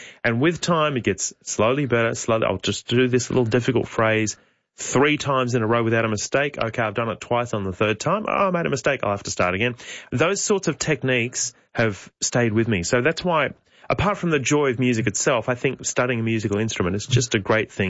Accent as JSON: {"language": "English", "town": "Newcastle", "region": "New South Wales", "country": "Australia", "tie": "born or raised there", "also_born_or_lived": "Sydney", "lives_now": "Melbourne, Australia", "said": "because I grew up in New South Wales, the one I'm associated with is the New South Wales School Spectacular"}